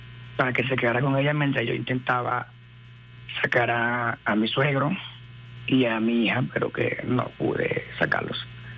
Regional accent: Caraballeda, La Guaira, Venezuela; Soy de La Guaira de Caribe, Barroca Caraballeda.

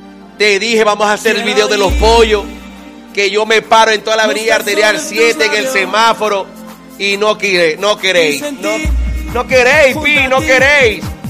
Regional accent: Ciudad Ojeda, Zulia, Venezuela; de dónde soy, de Ciudad Ojeda, de la ciudad más bella, más linda, la mejor, la querida, la amada del estado Zulia, para que sepáis. Porque no soy maracucho, pero soy zuliano. Orgullosamente puedo decir que soy citojense, de la costa oriental del lago.

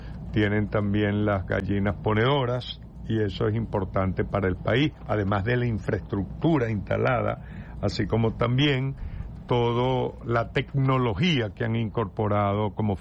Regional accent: Guárico, Venezuela; Del Guárico.

